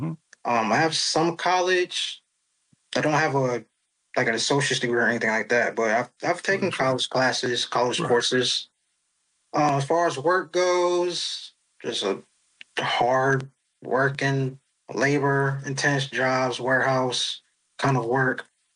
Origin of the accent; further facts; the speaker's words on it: Virginia, United States; also born or lived in South Carolina; I'm 33. I've been living here in Virginia now for, basically my whole life, I guess you can say. I was born in South Carolina, but raised up here.